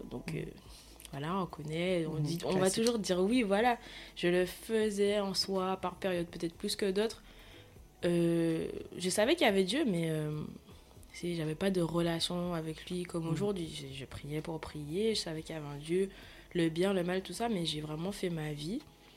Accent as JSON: {"language": "French", "country": "Guadeloupe", "tie": "born or raised there", "said": "En fait, j'ai grandi en Guadeloupe avec mes parents et tout."}